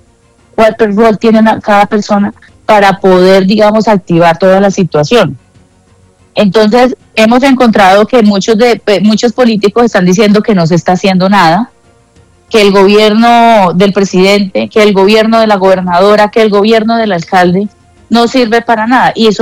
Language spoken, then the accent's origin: Spanish; Colombia; Y aquí la invitación es a unirnos como colombianos para poder culminar